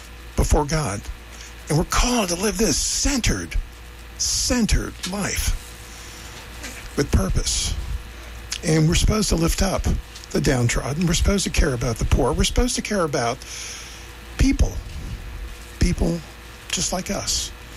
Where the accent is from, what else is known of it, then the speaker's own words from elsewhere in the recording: United States; I love America, I am American